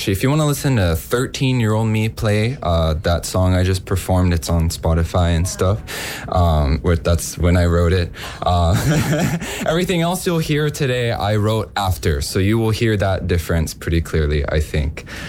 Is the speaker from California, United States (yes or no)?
no; Austin, Texas, United States; growing up in Austin, Texas, I was kind of nurtured by like the rock scene there.